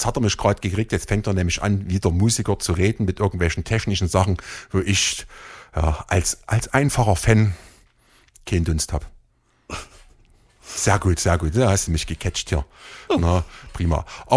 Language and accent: German; Germany; als Deutscher